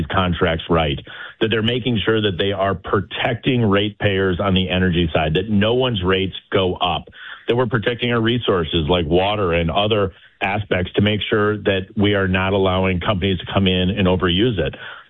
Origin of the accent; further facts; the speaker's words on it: Wisconsin, United States; So in my home state of Wisconsin, there's a large data center that's being built.